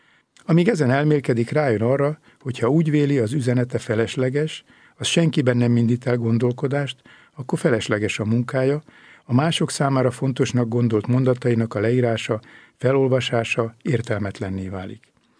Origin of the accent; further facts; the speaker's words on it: Törökkoppány, Somogy, Hungary; Egy szülőfalumbéli már évtizedek óta nem ott élő egykori iskolatársam, felsőbévesen volt egykoron, hívott fel a napokban telefonon és azt mondta, minden szombaton megrékadsz. Török koppányban egykor ezt így mondták, ha valakinek könnyet csalt a szemébe valami.